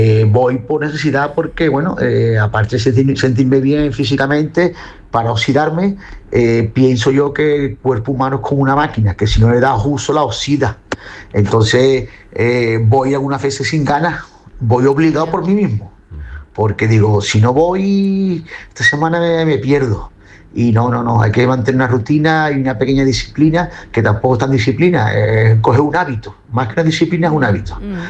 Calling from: Cádiz, Andalusia, Spain; de Cádiz.

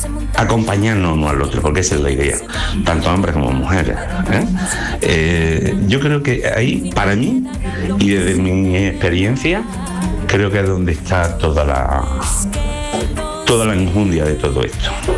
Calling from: Granada, Andalusia, Spain; de Granada.

